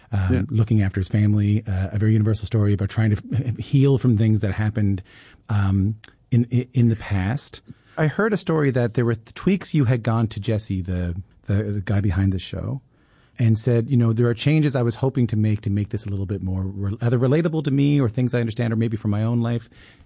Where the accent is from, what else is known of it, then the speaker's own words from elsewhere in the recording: St. John's, Newfoundland and Labrador, Canada; Like, it's the St. John's, like, hi, how are you? … I'm from St. John's, you know, but my my wife's family's from Grand Falls